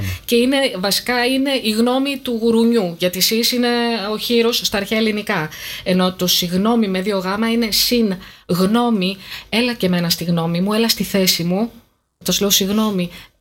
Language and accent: Greek; Greece; εμείς είμαστε Έλληνες